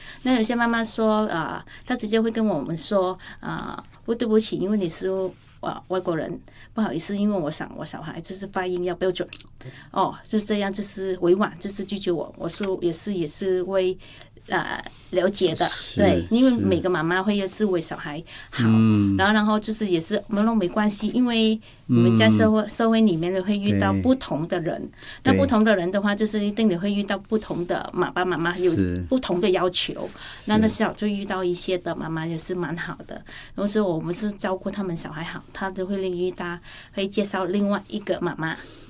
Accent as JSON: {"language": "Chinese", "country": "Vietnam", "said": "我说不是、我是从越南来的。"}